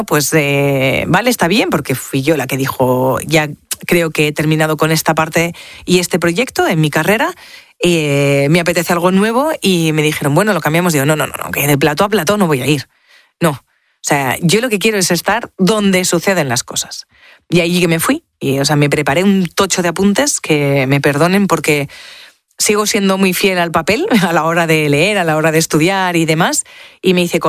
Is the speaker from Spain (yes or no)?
yes; Spain; yo soy española